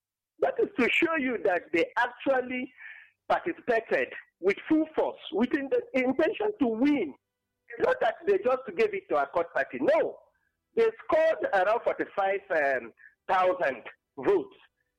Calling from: Nigeria; I'm calling in from Akeze.

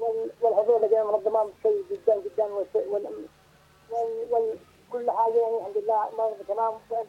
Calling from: Bayt al-Faqih, Al Hudaydah, Yemen; من بيت الفقيه محافظة الزيدة.

